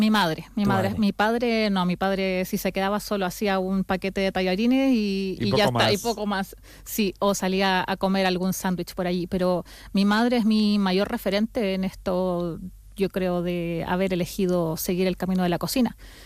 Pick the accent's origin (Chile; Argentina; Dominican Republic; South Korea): Chile; southern Chile; moved away as an adult; now in Basque Country, Spain; sobre todo de donde soy yo, que es más al sur, entonces que es un clima más austero.